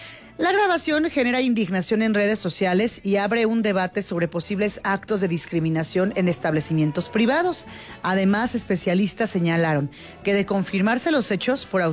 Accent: Mexico; Somos mexicanos y entre nosotros mismos como mexicanos, nos discriminamos.

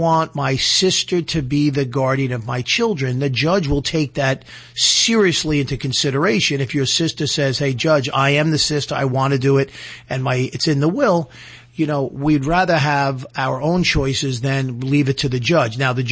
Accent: New York, United States; but I'm a New Yorker, born and bred in Piqua, went to high school in Massapequa, college at Stony Brook

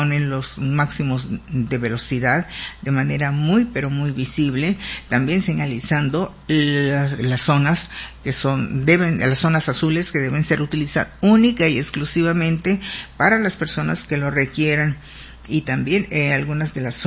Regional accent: Mexicali, Baja California, Mexico; así somos los mexicanos, los cachanillas, muy resistentes

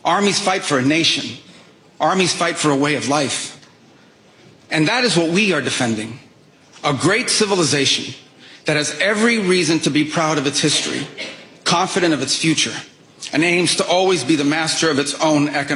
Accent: United States; we Americans

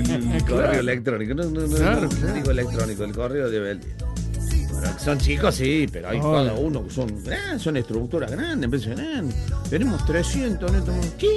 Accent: San Clemente, Córdoba, Argentina; de San Clemente, Chabatón, y el pueblito más lindo del mundo.

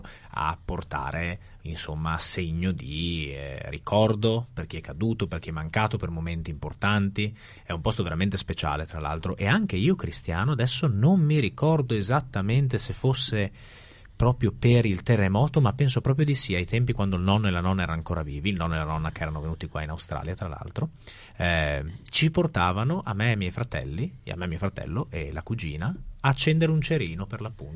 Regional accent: Friuli-Venezia Giulia, Italy

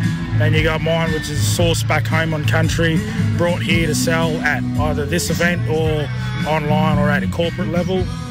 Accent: Cunnamulla, Queensland, Australia; I knew I was from Cunnamulla, I knew I was Kuma Kunya man

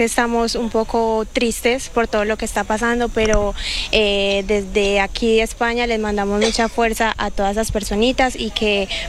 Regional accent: Colombia; now in Toledo, Spain; tengo que decir que como colombiana siempre también me fijo muchísimo como en las personas, porque ese calor humano que nosotros tenemos a veces nos hace muchísima falta cuando estamos afuera. Y en Toledo lo hemos encontrado.

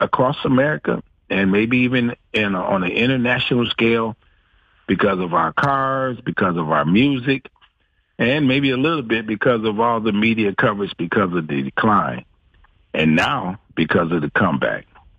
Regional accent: Detroit, Michigan, United States; born or raised there

